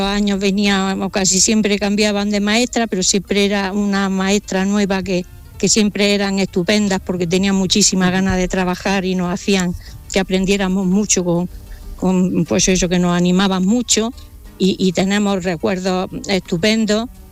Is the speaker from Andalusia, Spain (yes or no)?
yes; Huéscar, Andalusia, Spain; born there; soy vecina, como otras cuantas personas de Bujéjar, y precisamente ahora mismo estamos aquí en la aldea.